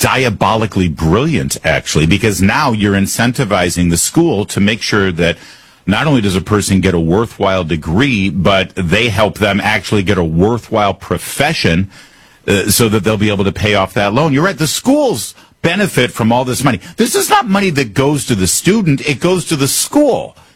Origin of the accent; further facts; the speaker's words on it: Plymouth, Michigan, United States; I just mentioned my hometown, Plymouth, Michigan